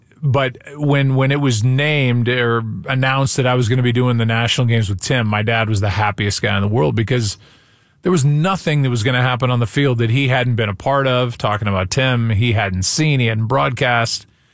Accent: Missouri, United States; I'm going to be calling my hometown team in the World Series and my first World Series on network TV.

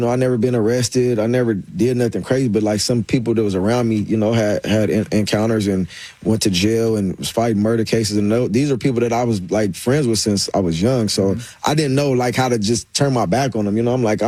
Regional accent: Los Angeles, California, United States; born or raised there

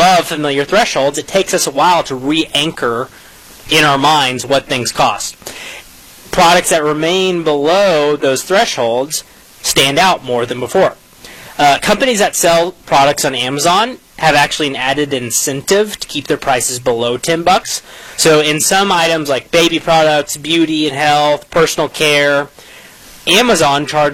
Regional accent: Arkansas, United States; now in Texas, United States; I grew up in Arkansas.

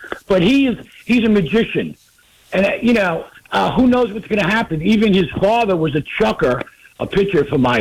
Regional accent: Long Island, New York, United States; now in Myrtle Beach, United States; I'm originally from Long Island. I'm in Myrtle Beach, North Myrtle Beach.

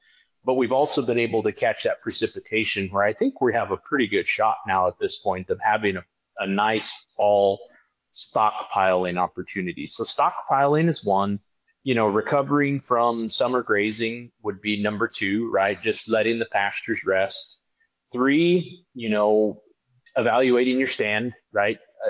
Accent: New Mexico, United States; I'm from New Mexico, so I'll always refer back to it.

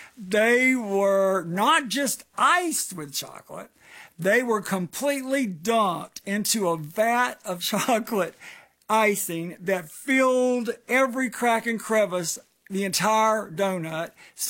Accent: the South, United States; Growing up in the South gives people a little different perspective to life.

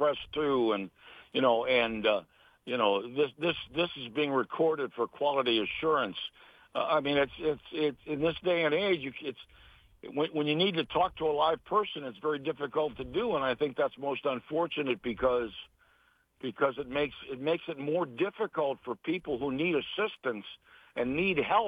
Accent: Rochester, New York, United States; And what I did was, because I was from Rochester, my brother's team wore pinstripes.

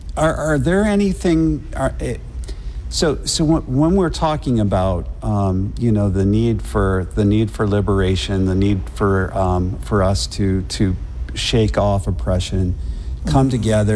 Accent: Detroit, Michigan, United States; I grew up in Detroit

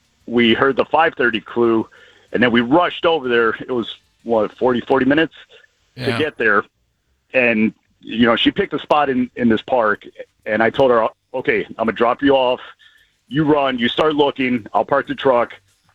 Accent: Lindenhurst, United States; Lindenhurst.

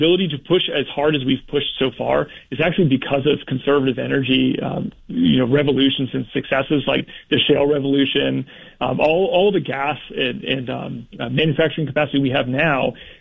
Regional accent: United States; That's offensive to me as a conservative, as an American.

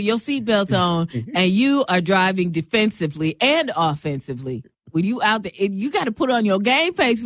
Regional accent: Seattle, Washington, United States; And so, my hometown, Seattle, Washington.

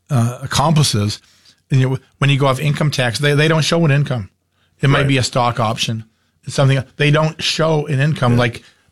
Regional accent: Keene, New Hampshire, United States; I was born and raised in Keene and grew up here

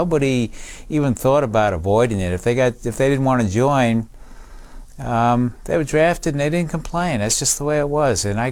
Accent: New York, United States; And growing up in New York and seeing the ships in New York Harbor, and I was attracted to the Navy.

